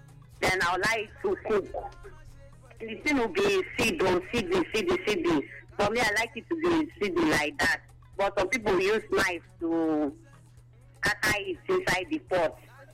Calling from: Akwa Ibom, Nigeria; I'm calling from Akwa Ibom State.

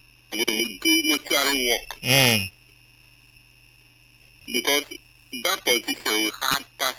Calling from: Port Harcourt, Rivers, Nigeria; I'm calling from Port Harcourt.

